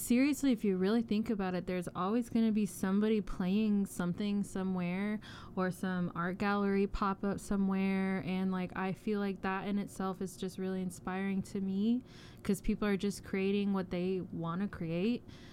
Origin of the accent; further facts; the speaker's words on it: San Antonio, Texas, United States; yeah, we're from the 210